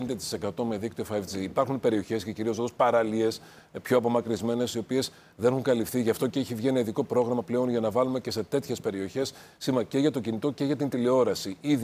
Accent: Trikala, Thessaly, Greece; Στην πατρίδα μου, εκεί πέρα που είναι το σπίτι μου, στα Τρίκαλα.

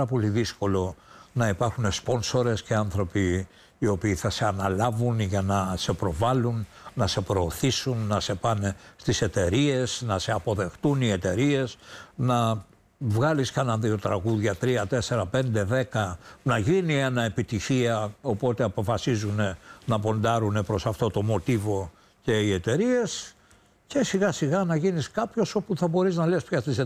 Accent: Chaidari, Attica, Greece; also born or lived in Egaleo; Εγώ γεννήθηκα στο Εγάλαιο και πολύ μικρός, περίπου τα 3 με 3,5 μου χρόνια, μετακόμισε η οικογένειά μου στο Χαϊδάρι και άρα είμαι μεγάλος από το Χαϊδάρι.

